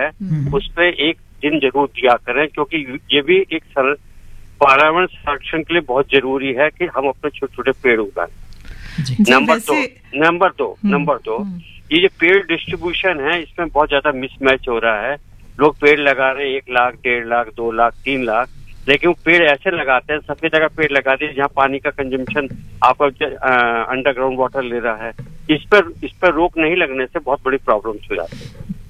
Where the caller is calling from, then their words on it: Ghaziabad, Uttar Pradesh, India; मैं गाजियाबाद से बोल रहा हूँ